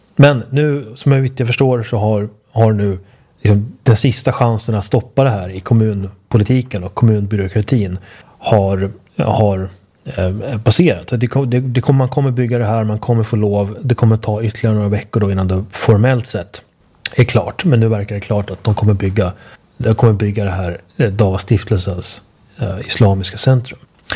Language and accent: Swedish; Uppsala, Uppsala County, Sweden; Jag minns från min uppväxt i Uppsala att jag minns när Stenhagen byggdes.